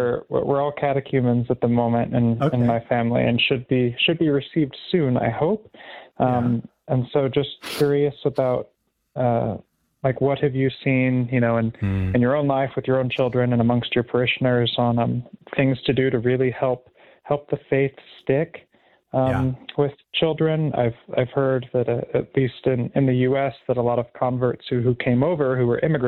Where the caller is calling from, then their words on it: Colorado Springs, Colorado, United States; Down in Colorado Springs